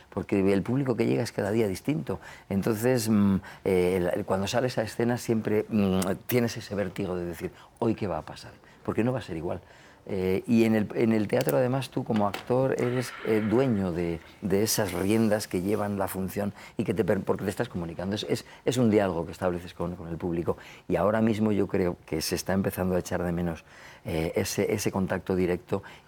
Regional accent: Logroño, La Rioja, Spain

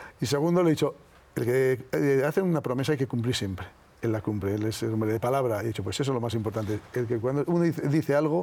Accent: Spain; es un orgullo grandísimo ser español.

